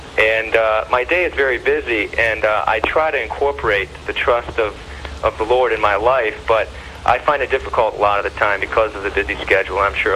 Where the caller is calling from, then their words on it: Detroit, Michigan, United States; I'm calling from Detroit, Michigan, a 27-year-old medical student.